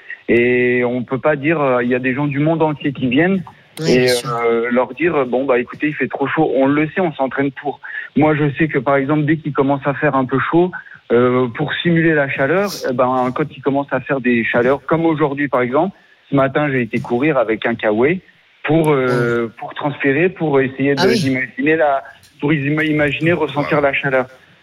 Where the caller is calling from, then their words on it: Mandelieu-la-Napoule, Provence-Alpes-Côte d'Azur, France; Moi, j'habite à Mandelieu, donc il fait chaud.